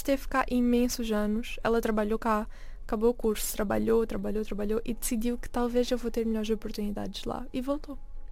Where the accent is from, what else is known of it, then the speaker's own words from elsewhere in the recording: Maputo, Mozambique; now in Portugal; eu aprendi a chamar Portugal a casa, de certo modo. Não é o mesmo significado de casa quando eu falo de Maputo